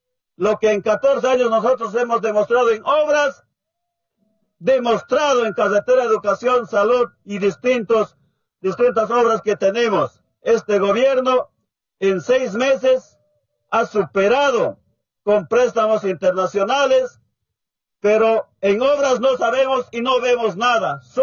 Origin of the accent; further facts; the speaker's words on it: Bolivia; Nosotros, como bolivianos